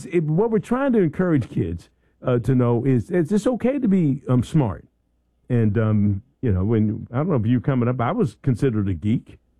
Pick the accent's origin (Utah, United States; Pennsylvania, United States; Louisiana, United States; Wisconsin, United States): Pennsylvania, United States; Philadelphia; Hey, you know, I'm from Philadelphia. Had to modify myself and get down here and talk like the country folks did.